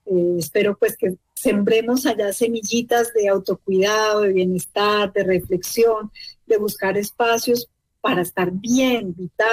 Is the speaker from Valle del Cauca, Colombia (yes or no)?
no; Manizales, Caldas, Colombia; Yo soy de Manizales, entonces las familias grandes eran grandísimas.